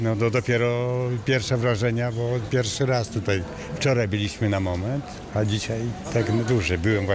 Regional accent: Wrocław, Lower Silesian Voivodeship, Poland; Jestem z Wrocławia. No proszę, taki świat drogi przyjechaliśmy, żeby się spotkać.

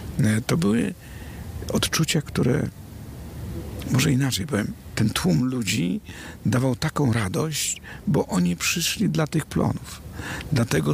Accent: Karpacz, Lower Silesian Voivodeship, Poland; A ja sam pochodzę z takiej miejscowości jak Karpacz, gdzie kiedyś to była wioska, nie miasto

